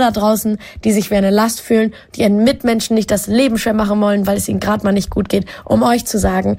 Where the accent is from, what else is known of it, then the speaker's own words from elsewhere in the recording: Hamburg, Germany; born there; now in Berlin, Germany; Ich bin nämlich gebürtige Hamburgerin und wohne erst seit paar Jahren in Berlin.